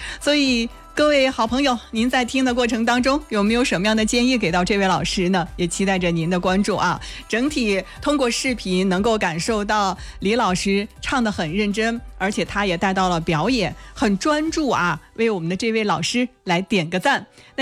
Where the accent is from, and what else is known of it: Henan, China